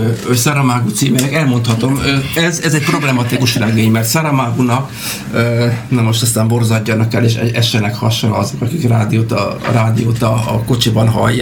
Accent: Hungary; Magyarországról vagyunk, egyetemről vagyunk, ismerjük

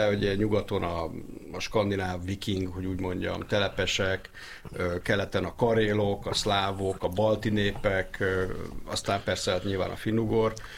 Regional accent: Hungary

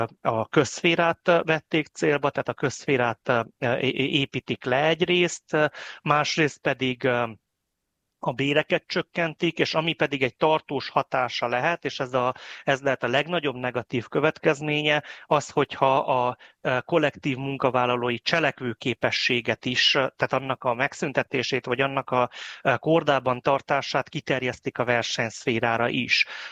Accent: Cluj-Napoca, Cluj County, Romania

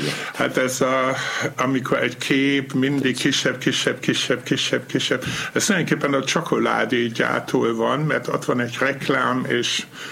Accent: Allendorf, Germany; Hungarian is a second language; now in Hungary; Paraszt udvaron nőttem fel, az volt a mamámé, a papám viszont egy ilyen diplomás feldmérnök, és fontos ember volt a faluban, polgármester. Van egy 1500 lelkű falu, ott születtem, Allendorf, mindenkinek a faluja

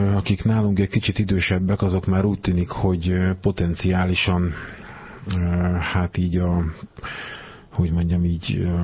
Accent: Csongrád, Csongrád-Csanád, Hungary; én ugye Csongrádon születtem

